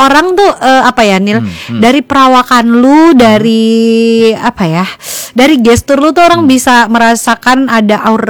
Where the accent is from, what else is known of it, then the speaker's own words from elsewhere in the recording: Manado, North Sulawesi, Indonesia; moved away; also born or lived in Bandung; Gue orang Manado, gue berani ngomong.